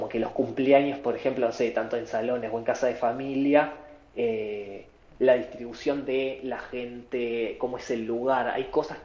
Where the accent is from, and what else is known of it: San Fernando, Buenos Aires Province, Argentina